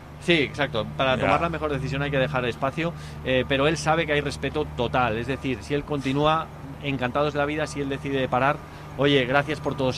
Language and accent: Spanish; Barcelona, Catalonia, Spain; accent: Catalan; Yo soy de Barcelona, pero tengo